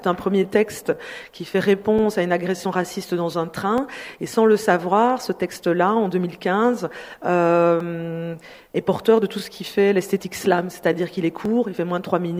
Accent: Belgium; Donc, moi, je suis belge d'origine congolaise

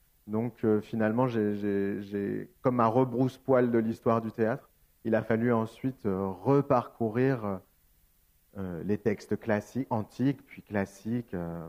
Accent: Avignon, Provence-Alpes-Côte d'Azur, France; je suis né à Avignon. J'ai grandi dans un quartier qui s'appelle la Croix des Oiseaux, qui est en dehors des remparts. Et puis après, j'ai habité au Pont des Deux Eaux. J'ai fait mon lycée au lycée Mistral

